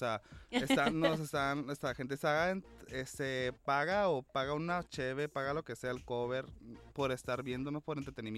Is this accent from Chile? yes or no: no; Los Cabos, Baja California Sur, Mexico; also born or lived in La Paz; Yo soy de Los Cabos, pero viví en La Paz porque me fui a estudiar a la universidad allá.